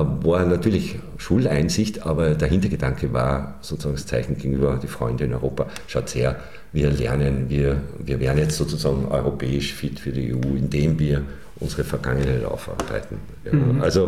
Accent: Upper Austria, Austria; wir sind in Oberösterreich aufgewachsen

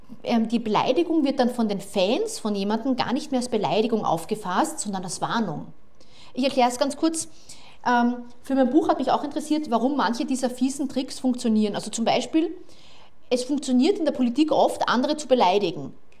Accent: Graz, Styria, Austria; moved away; Ich komme aus Graz ursprünglich.

